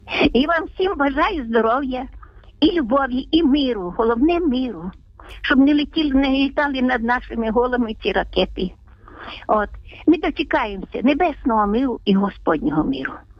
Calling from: Ivano-Frankivsk, Ivano-Frankivsk Oblast, Ukraine; Я із Івано-Франківська.

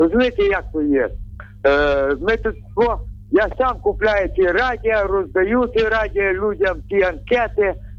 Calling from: Lviv, Lviv Oblast, Ukraine; я із Львова.

